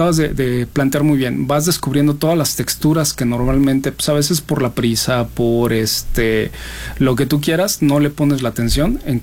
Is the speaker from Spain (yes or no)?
no; Mexico; No, es que somos mexicanos y él está en su momento de que tiene que explicar